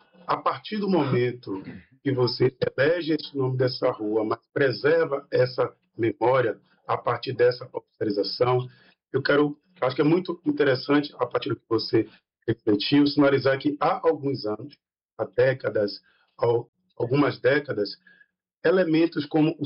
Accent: Brazil; nós como brasileiros

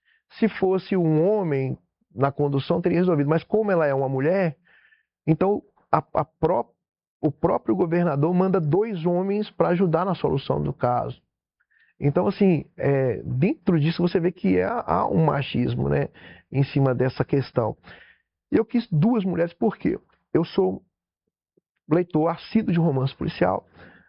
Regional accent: Minas Gerais, Brazil; Eu venho de uma miscigenação. Nós brasileiros somos uma miscigenação de cultura, né? Eu sou do interior de Minas.

